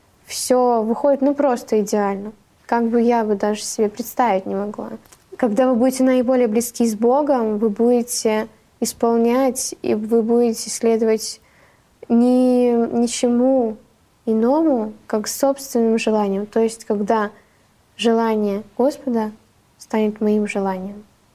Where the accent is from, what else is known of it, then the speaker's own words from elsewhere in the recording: Gelendzhik, Krasnodar Krai, Russia; also born or lived in Arkhyz, Russia; это Геленджик, мой родной город. А вторая мой клип, второй мой клип … это Карачаево-Черкесия, Архыз как раз-таки. Мое родное местечко, мое любимое место, душа моя, да.